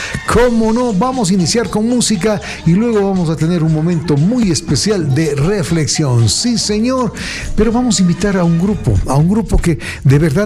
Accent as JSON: {"language": "Spanish", "country": "Ecuador"}